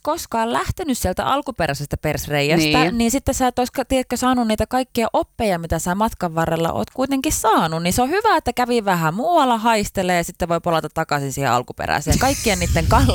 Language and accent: Finnish; Muurame, Central Finland, Finland; Mäkin olen kasvanut siellä Jyväskylässä Muurameen lähellä, niin siellä on aika paljon sellaista niittymaisemaa.